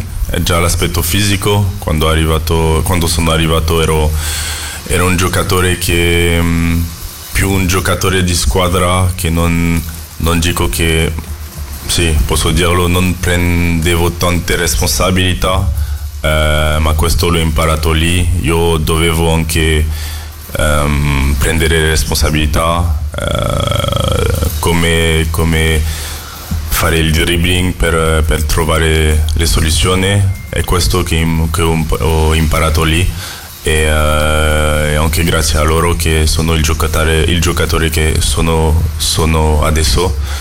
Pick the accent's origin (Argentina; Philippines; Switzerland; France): France; now in Florence, Italy; anche perché sono francese